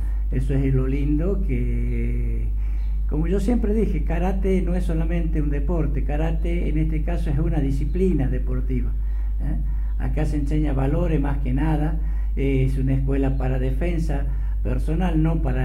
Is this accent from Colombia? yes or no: no; Anta, Salta, Argentina; feliz milagro para todo mi pueblo anteño